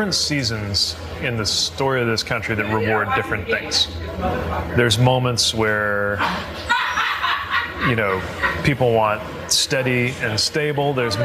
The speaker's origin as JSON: {"language": "English", "region": "Indiana", "country": "United States", "said": "I'm gay and I'm from Indiana"}